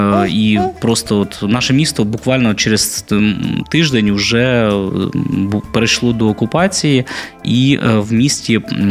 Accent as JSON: {"language": "Ukrainian", "town": "Kherson", "region": "Kherson Oblast", "country": "Ukraine", "moved": "as an adult", "lives_now": "Odesa, Ukraine", "said": "ми з самого міста Херсон."}